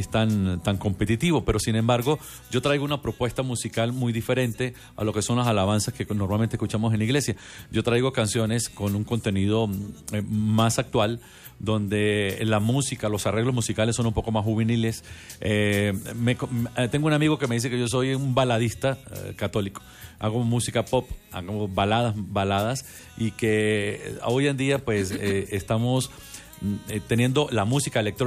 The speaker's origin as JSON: {"language": "Spanish", "country": "Venezuela", "said": "Yo soy venezolano"}